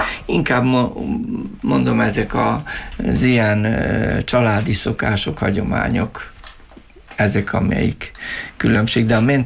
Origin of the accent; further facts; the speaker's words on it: Vojvodina, Serbia; now in Prekmurje, Slovenia; én tiszaparti származású vagyok